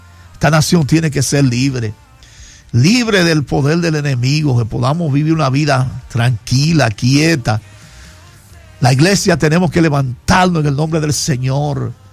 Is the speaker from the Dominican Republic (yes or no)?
yes; Dominican Republic; Yo siento un peso grande por mi país. ¿Cuánto aman esta República Dominicana?